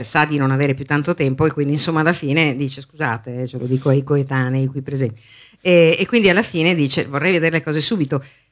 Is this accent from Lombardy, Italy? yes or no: yes; Milan, Lombardy, Italy; Io subito tempo e denaro perché sono di Milano